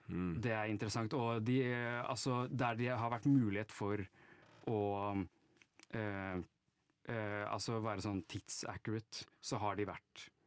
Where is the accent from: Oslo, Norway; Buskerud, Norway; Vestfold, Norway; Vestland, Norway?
Oslo, Norway; jeg er fra Holmlia.